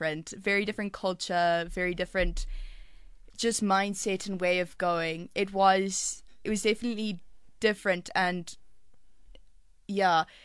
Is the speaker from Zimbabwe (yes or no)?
yes; Harare, Zimbabwe; also born or lived in KwaZulu-Natal, South Africa; now in Gauteng, South Africa; Growing up in Zim was amazing. The community is definitely smaller, but amazing.